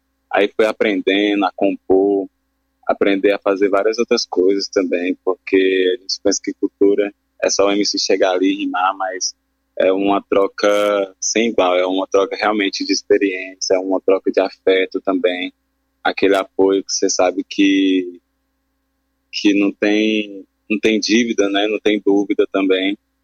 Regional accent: Palmas, Tocantins, Brazil; eu sou nascido e criado aqui em Palmas. Eu cresci ali pelaquela região das Mil, perto da rodoviária.

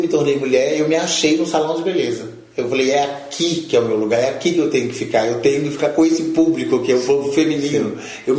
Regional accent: Belo Horizonte, Minas Gerais, Brazil; tenho 43 anos, nasci em Belo Horizonte, cresci no Morro das Pedras.

